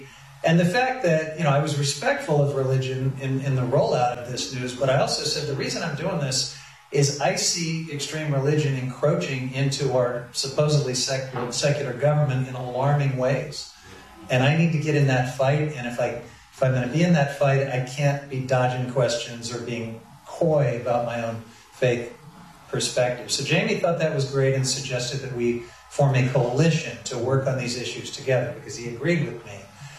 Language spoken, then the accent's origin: English; Independence, Missouri, United States; moved away as an adult; I was born in Independence, Missouri